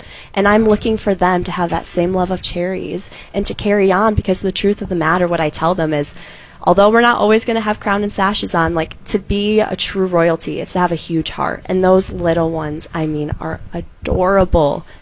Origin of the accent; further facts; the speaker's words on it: Traverse City, Michigan, United States; being born and raised in Traverse City